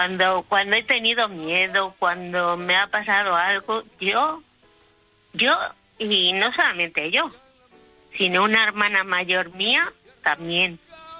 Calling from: Madrid, Community of Madrid, Spain; Llamo desde Madrid.

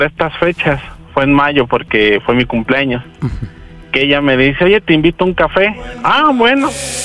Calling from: Guadalajara, Jalisco, Mexico; Tengo 40 años y soy de Guadalajara.

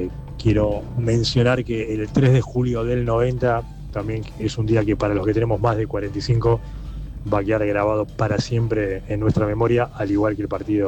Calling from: Buenos Aires, Argentina; de Villa del Parque.

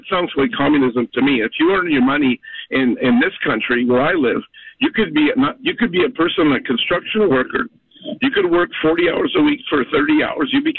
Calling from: Canada; I'm a Canadian and I love your country.

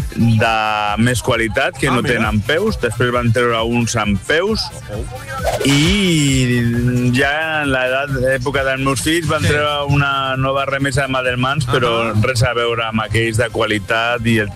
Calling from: Gavà, Catalonia, Spain

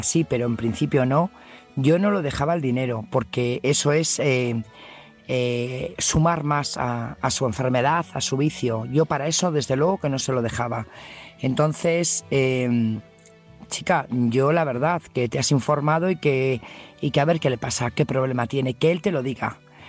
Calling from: Burgos, Castile and León, Spain; Buenas noches … corresponsal de Burgos.

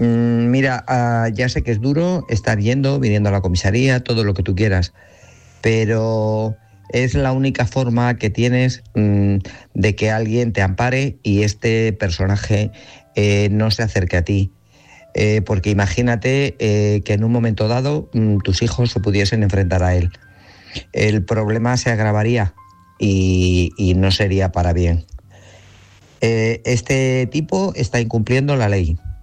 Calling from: Guadalajara, Castilla-La Mancha, Spain; Corresponsables y oyentes … de Guadalajara.

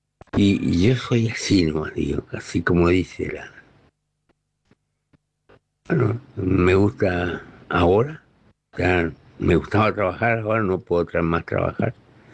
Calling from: Clorinda, Formosa, Argentina; Lo quiero a Clorinda y lo voy a querer siempre.

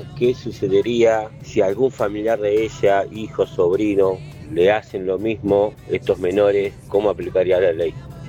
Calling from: Moreno, Buenos Aires Province, Argentina; de Moreno.

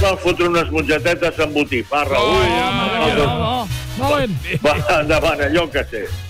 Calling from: Barcelona, Catalonia, Spain; jo soc català de Gràcia

